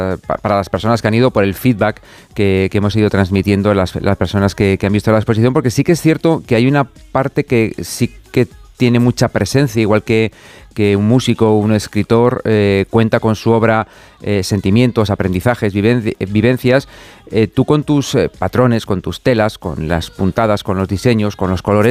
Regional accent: Madrid, Community of Madrid, Spain; a los madrileños nos está interesando mucho esta exposición

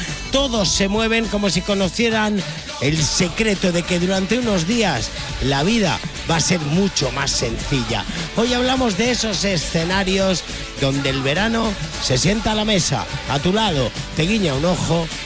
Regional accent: Almería, Andalusia, Spain; tú y yo, que somos de Retamar

